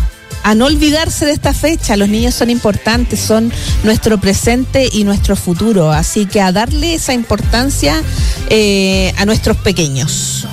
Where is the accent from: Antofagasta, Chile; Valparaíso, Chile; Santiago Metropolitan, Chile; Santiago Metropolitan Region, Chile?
Antofagasta, Chile; mis papás nos llevaban así como al cerquita del mercado en Antofagasta, pero yo soy antofagastina.